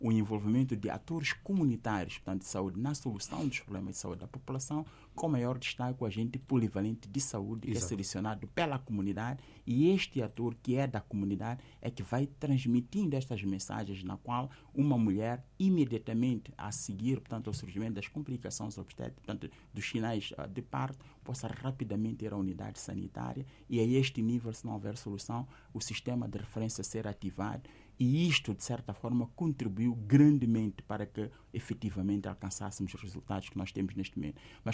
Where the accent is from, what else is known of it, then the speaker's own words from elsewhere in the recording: Mozambique; uma mulher, para sair de casa à maternidade, nós somos moçambicanos, há uma série de aspectos culturais que devem ser observados.